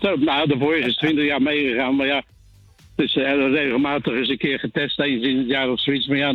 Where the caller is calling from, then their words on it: Vlaardingen, South Holland, Netherlands; Uit Vlaardingen.